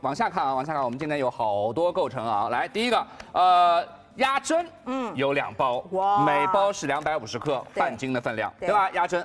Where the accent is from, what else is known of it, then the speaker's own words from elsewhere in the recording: Shanghai, China; 咱们上海人自己的牌子啊